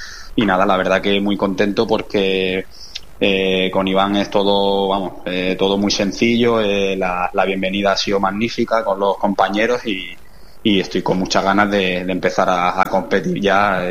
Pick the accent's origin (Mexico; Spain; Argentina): Spain; Almuñécar, Andalusia; se celebra el Campeonato de Andalucía de Selecciones Provinciales justo en mi pueblo, en Almuñécar